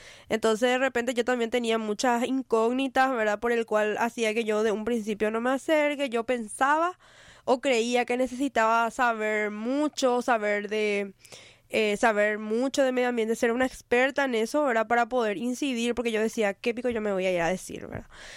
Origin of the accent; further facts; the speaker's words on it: Asunción, Paraguay; moved away; yo soy del Bañado Sur, ¿verdad? Actualmente no estoy viviendo ahí, pero siempre mi corazón quedó ahí